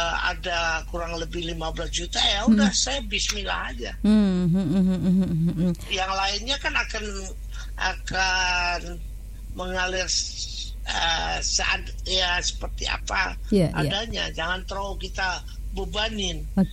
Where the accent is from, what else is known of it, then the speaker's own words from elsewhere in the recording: Aceh, Indonesia; now in Padang Sidempuan, Indonesia; Saya asal Aceh, tinggal di Padang Sidimpuan.